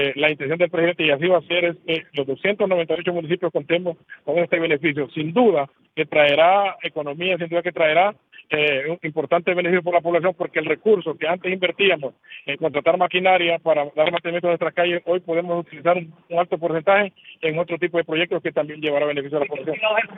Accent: Honduras; aquí todos somos hondureños y todos tienen derecho

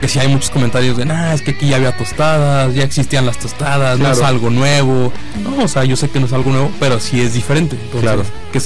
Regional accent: Zacatecas, Mexico; yo soy de Zacatecas capital

